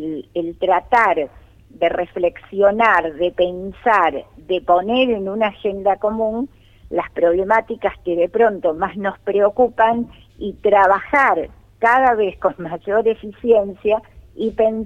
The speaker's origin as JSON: {"language": "Spanish", "town": "Sarmiento", "region": "Santa Fe", "country": "Argentina", "said": "yo soy de Sarmiento"}